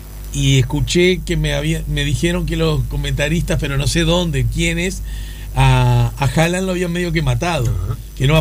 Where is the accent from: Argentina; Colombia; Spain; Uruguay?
Uruguay; Es la que más me gusta a mí, la camiseta, porque soy de Uruguay, claro.